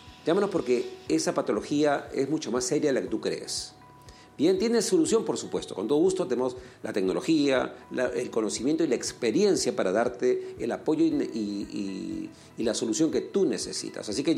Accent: Ica, Peru; now in Lima, Peru; somos de origen provinciano, me incluyo, soy de Ica, mi familia viene de Ica

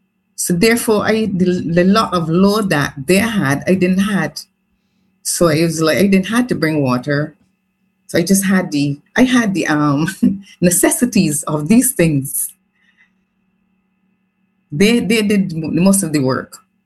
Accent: Barbados; growing up in Barbados in the 50s, the 60s, and the 70s.

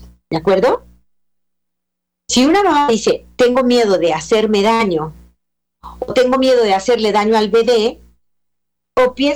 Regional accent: Mexico; En una emergencia en México, hay que acudir a urgencias en mi país

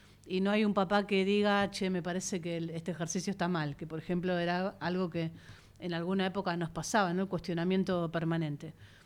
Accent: Argentina; born there; porque nací en Argentina, porque nací, como nos pasa mucho y a muchas de nosotras, en una familia muy, muy futbolera

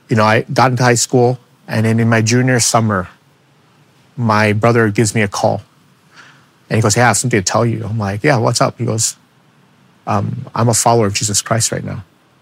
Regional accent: New York City, New York, United States; why would God pay attention to a chubby Asian kid in the South Bronx? Growing up in New York City, scared to go outside

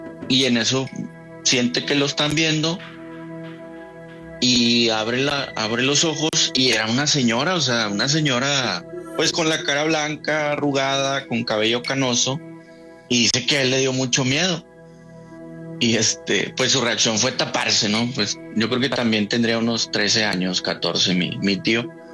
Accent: San Nicolás de los Garza, Nuevo León, Mexico; now in Apodaca, Mexico

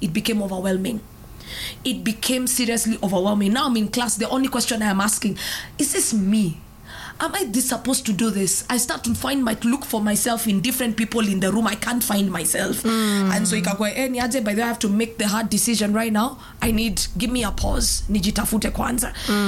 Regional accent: Nairobi, Kenya; nilikuwa nimelelewa Bontao.

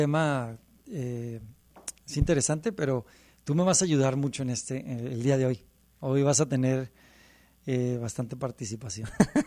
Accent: Mexico; yo también soy mexicano

